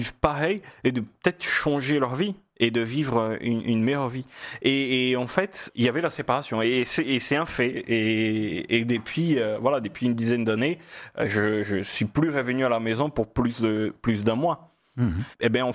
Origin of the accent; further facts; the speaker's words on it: France; Parce que je viens du nord-est, donc je pars au sud-est, où là on parle différemment.